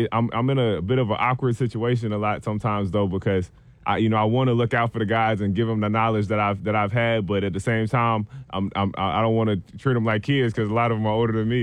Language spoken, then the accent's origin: English; Little Rock, Arkansas, United States; I grew up in Little Rock around the different people that ended up being in tough situations.